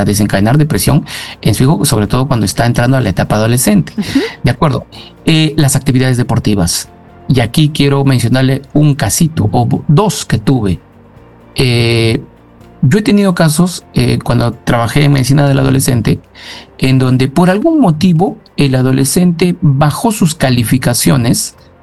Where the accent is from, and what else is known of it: Peru